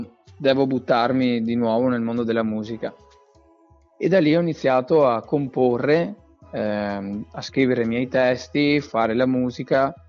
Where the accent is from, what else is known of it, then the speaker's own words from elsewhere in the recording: Veneto, Italy; andato a fare, diciamo, lezione di canto, dove c'è un centro vicino a Vittorio Veneto, praticamente vicino al mio paese